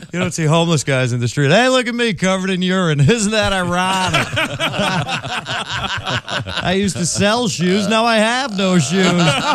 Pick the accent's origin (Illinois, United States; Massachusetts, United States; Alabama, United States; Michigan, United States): Illinois, United States; Chicago; Well, I'm originally from Chicago, which I love being from the Midwest, you know.